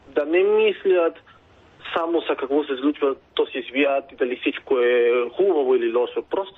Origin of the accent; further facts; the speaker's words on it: Spain; now in Bulgaria; съм повече българин, отколкото испанец, защото по начин на мислене, мисля, че съм повече българин вече.